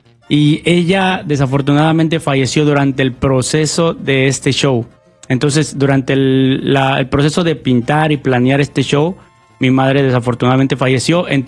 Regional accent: Mexico City, Mexico; now in Madison, United States; Desde que era un niño empecé de niño en la Ciudad de México y después emigré para acá, para Madison, Wisconsin

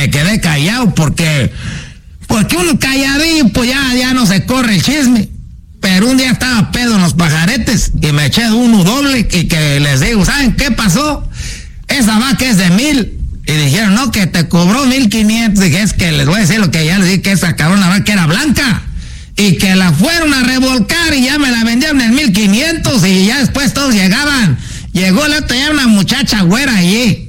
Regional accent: Michoacán, Mexico; Es que los estoy diciendo, y como somos allá de Michoacán, andamos allá para donde está esto de la mariposa monarca.

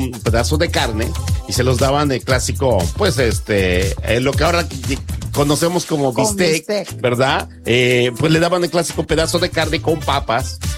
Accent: Mexico; pero con nosotros como mexicanos, pues muchas veces, pues, inventamos palabras cuando a veces no entendemos el idioma.

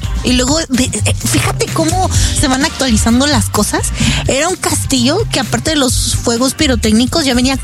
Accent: Capulálpam de Méndez, Oaxaca, Mexico; born there; moved away

